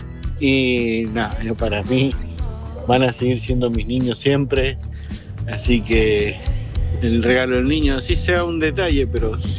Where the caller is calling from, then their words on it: Mendoza, Argentina; de Mendoza, de la tierra del sol y el buen vino.